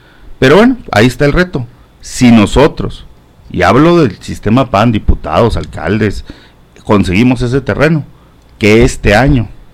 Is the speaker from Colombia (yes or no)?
no; Chihuahua, Mexico; ustedes y yo, que somos de Chihuahua